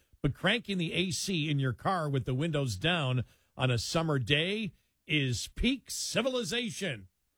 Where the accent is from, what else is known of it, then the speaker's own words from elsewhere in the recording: Buffalo, New York, United States; I think I said this last week, but the weirdest thing is growing up in Buffalo and living here now.